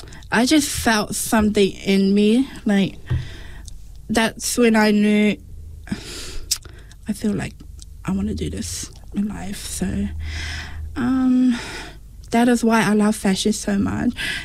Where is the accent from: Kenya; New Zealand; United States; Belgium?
New Zealand; Auckland; I was born and raised in Otara, South Auckland